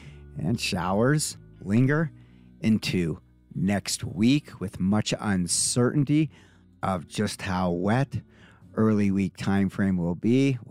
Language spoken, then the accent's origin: English; Canada; I'm Canadian meteorologist … with what looks to be an action-packed weekend weather outlook.